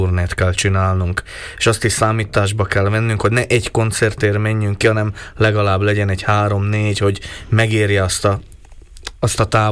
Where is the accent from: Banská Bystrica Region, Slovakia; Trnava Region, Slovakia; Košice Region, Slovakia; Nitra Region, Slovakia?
Trnava Region, Slovakia; Šamorín; én 6 éve játszottam utoljára a saját szülővárosomba. Tehát 6 év távlatába hamarabb hívtak el Portugáliába, mint Somorjára.